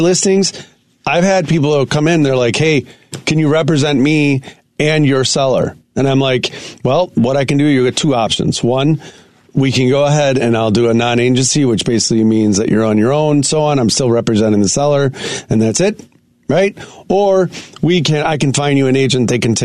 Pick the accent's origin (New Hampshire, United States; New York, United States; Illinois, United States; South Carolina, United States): Illinois, United States; Wilmette; I'm like, I'm from Wilmette.